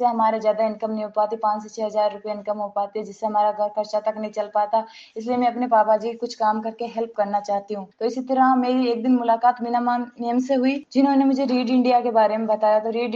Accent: Ghadawali, Rajasthan, India; मैं राजस्थान के 12 जिले के घड़ावली गांव की रहने वाली हूँ।

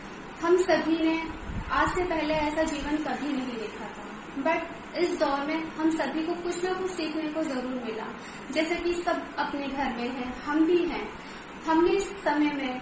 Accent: Delhi, India; और मैं दिल्ली से हूँ।

